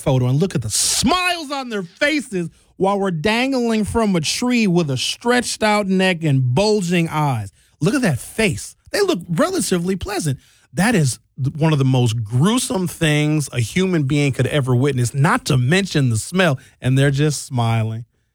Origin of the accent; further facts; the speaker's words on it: Brown Deer, Wisconsin, United States; You know how much heat that I take because I grew up in Brown Deer? Like, oh … you don't know. You grew up in Brown Deer. I know because I grew up in Brown Deer.